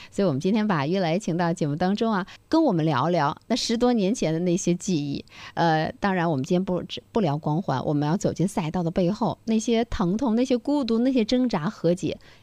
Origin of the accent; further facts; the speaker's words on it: Dalian, Liaoning, China; 其实对于我们大连人来说，巨人之旅这条赛道我们并不陌生。